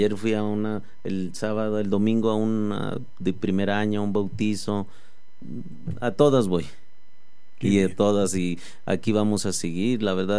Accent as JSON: {"language": "Spanish", "town": "Fresnillo", "region": "Zacatecas", "country": "Mexico", "said": "voy a estar aquí en Fresnillo, pues porque me interesa Fresnillo, porque tengo un compromiso con mi pueblo, con mi tierra, con Fresnillo."}